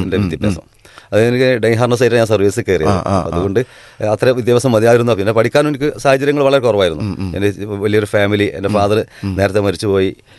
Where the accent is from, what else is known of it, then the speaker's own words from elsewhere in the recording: Wandoor, Kerala, India; ഞാൻ വണ്ടൂരിനടുത്ത് ചെറുകോട് ചാത്തങ്ങോട്ടുപുറം എന്ന് പറഞ്ഞ സ്ഥലത്താണ് ജനിച്ചതും വളർന്നതും. എൻ്റെ ബാല്യകാലങ്ങളൊക്കെ അവിടെ വെച്ചിട്ട് അവിടെ തന്നെയായിരുന്നു.